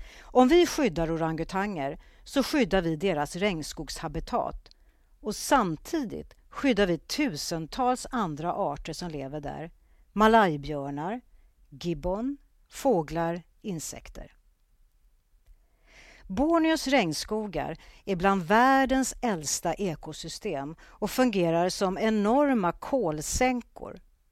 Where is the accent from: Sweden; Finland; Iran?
Sweden; Jag har fått reaktioner hemma i Sverige men även i Indonesien när jag berättar om volontärarbetet.